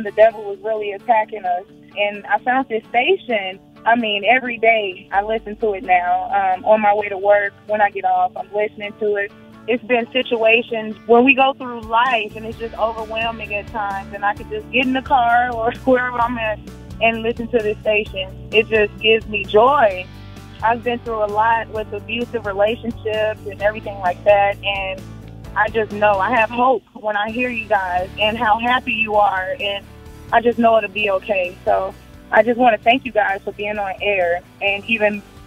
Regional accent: Chicago, Illinois, United States; moved away; I'm originally from Chicago, and it's pretty rough up there. I'm a single mother of three children.

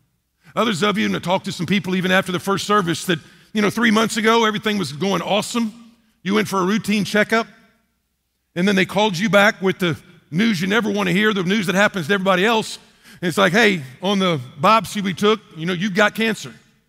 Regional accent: Texas, United States; also born or lived in North Carolina; growing up in Texas, going to school in Lubbock and Fort Worth, et cetera, is when we moved to Western North Carolina

